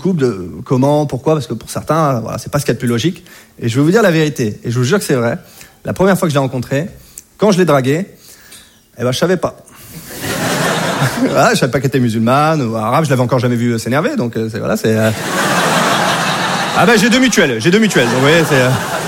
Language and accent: French; Hauts-de-France, France; moved away as an adult; now in Paris, France; Je viens de Picardie. Et maintenant, je vis à Paris. Je suis venu à Paris faire mes études et puis bosser aussi.